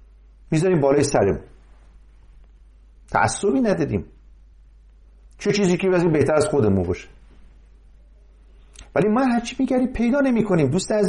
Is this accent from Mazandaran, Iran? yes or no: yes; Mazandaran, Iran; من چون مازندرانی هستم